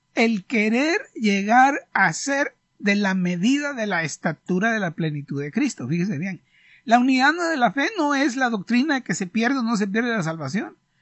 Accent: Honduras; Así que siervo aquí, como dicen en algunas partes, yo soy de Honduras, que dice esa expresión de siervo en la Biblia no es comida de trompudo, hermano.

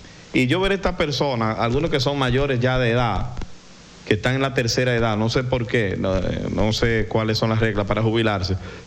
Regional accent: Dominican Republic

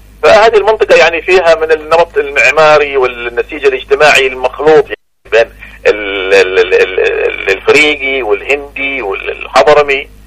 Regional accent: Mukalla, Hadhramaut, Yemen

